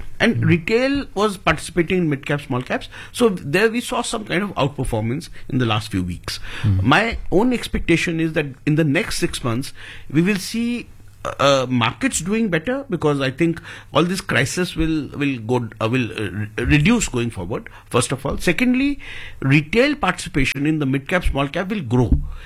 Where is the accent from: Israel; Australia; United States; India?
India; as Indian investors